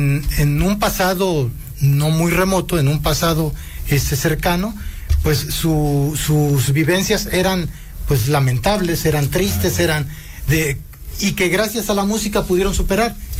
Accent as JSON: {"language": "Spanish", "region": "Puebla", "country": "Mexico", "said": "somos de Villacuautemoc, para ser más específico."}